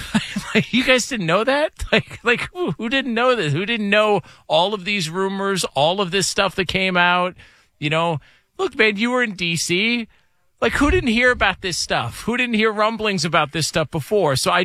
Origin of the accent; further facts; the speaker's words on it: California, United States; I grew up in Southern California.